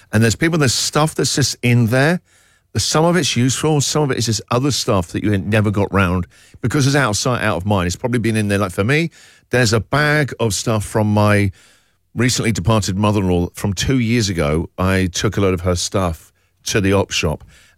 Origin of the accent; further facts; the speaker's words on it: England, United Kingdom; Just because I'm English doesn't mean I know about antiques.